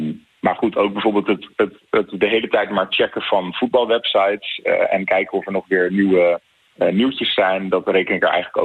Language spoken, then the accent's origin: Dutch; Netherlands; als Nederlanders zijnde